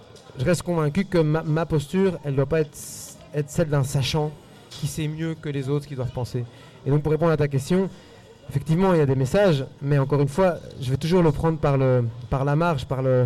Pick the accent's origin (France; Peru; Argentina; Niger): Peru; moved away